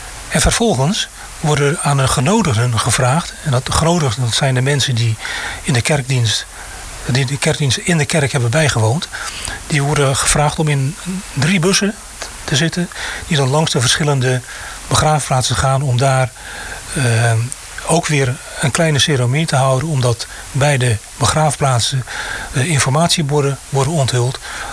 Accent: Maluku, Indonesia; now in Netherlands; we als Molukkers een heel goed gevoel hebben van saamhorigheid.

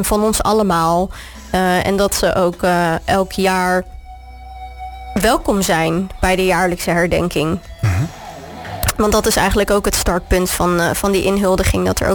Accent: Capelle aan den IJssel, South Holland, Netherlands; ik kom dus uit Capelle.

